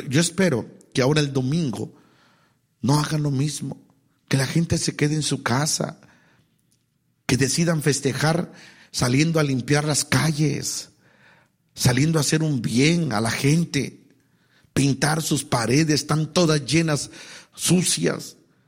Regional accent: Mexico; yo soy mexicano

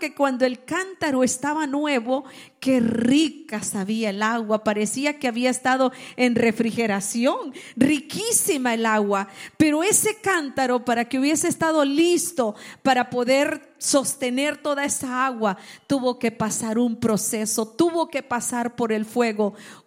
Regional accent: El Salvador; yo soy del campo, nací en la República de El Salvador y nací en el campo.

